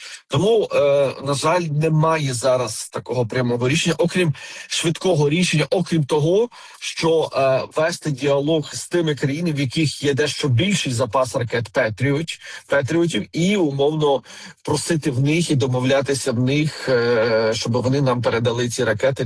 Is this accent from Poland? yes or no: yes; Poland; ми поляки